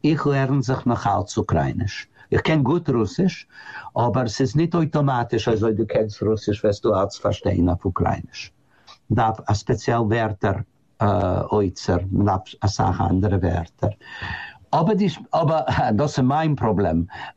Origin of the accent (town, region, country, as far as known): United States; German is a second language